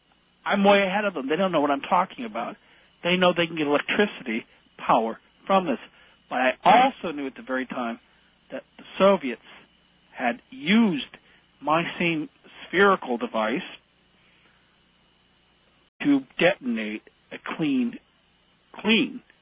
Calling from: West Lafayette, Indiana, United States; I'm in West Lafayette, Indiana, Purdue University.

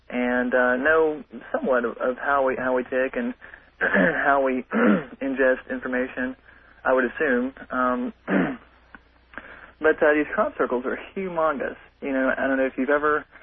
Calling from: Nashville, Tennessee, United States; I'm calling from Nashville, Tennessee.

